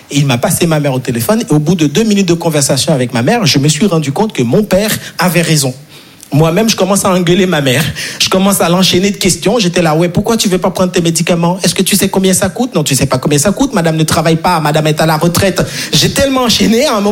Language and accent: French; Haiti; moved away; parce que je suis né et grandi en Haïti, et en Haïti, on n'a pas les quatre saisons.